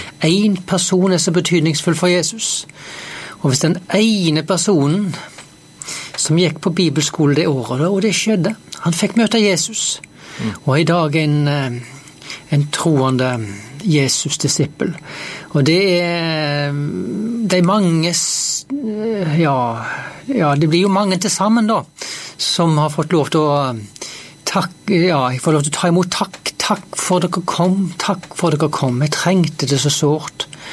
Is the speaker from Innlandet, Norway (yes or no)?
no; Haugesund, Rogaland, Norway; now in Jæren, Norway; så jeg fra Haugesund. Så der jeg vokste opp og gifta meg her med min jærbu